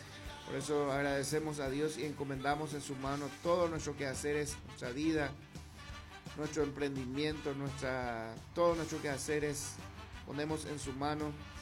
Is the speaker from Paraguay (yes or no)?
yes; Paraguay; estamos felices porque como paraguayo